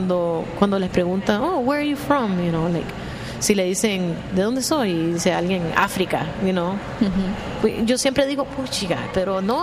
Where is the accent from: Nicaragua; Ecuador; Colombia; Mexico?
Nicaragua; pero yo siempre digo que soy de Nicaragua.